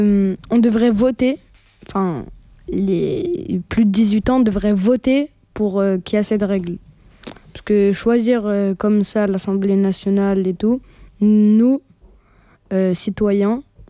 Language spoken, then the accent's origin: French; France; nous les citoyens en tant que Français